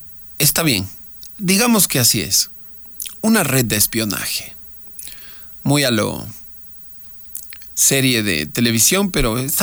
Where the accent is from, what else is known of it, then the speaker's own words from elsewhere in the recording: Ecuador; ¿Las estamos usando como Estado ecuatoriano